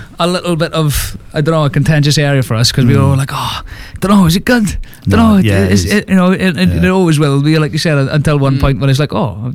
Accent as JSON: {"language": "English", "town": "Swansea", "region": "Wales", "country": "United Kingdom", "said": "I'm from the band called … We're from Swansea."}